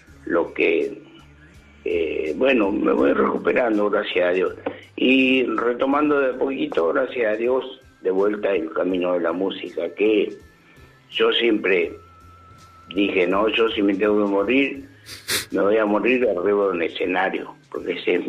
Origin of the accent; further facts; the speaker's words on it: General Güemes, Salta, Argentina; yo soy nativo de Salta, de General Güemes.